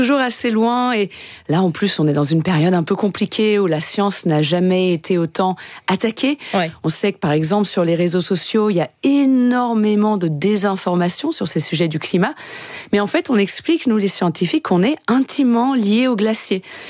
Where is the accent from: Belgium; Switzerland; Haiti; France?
France; French Alps; born or raised there